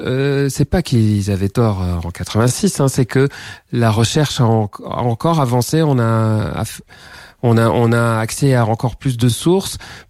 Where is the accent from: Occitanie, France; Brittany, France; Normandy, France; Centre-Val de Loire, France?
Occitanie, France; Toulouse; born there; je suis un homme de la province, donc ça me touche d'aller voir. Oui, oui, oui, je suis né à Toulouse aussi